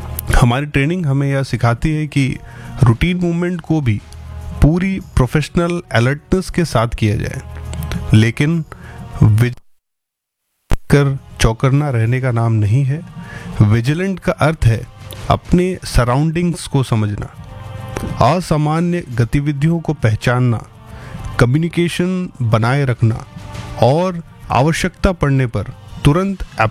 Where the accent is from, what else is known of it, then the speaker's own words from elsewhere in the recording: Jamshedpur, Jharkhand, India; जी मैं जमशेदपुर झारखंड का निवासी हूँ।